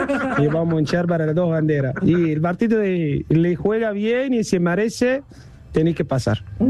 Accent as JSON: {"language": "Spanish", "town": "Cairo", "region": "Cairo Governorate", "country": "Egypt", "moved": "yes", "lives_now": "Argentina", "said": "La verdad, yo la mitad ahora. No será, soy egipcio. Bueno, ya tengo la ciudadanía argentina. Bueno, y ya tengo dos hijos de argentino."}